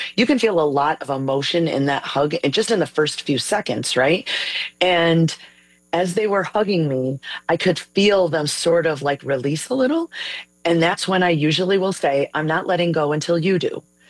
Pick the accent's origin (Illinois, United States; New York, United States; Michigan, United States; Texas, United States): Illinois, United States; I grew up way in the northwest suburbs on the Fox River.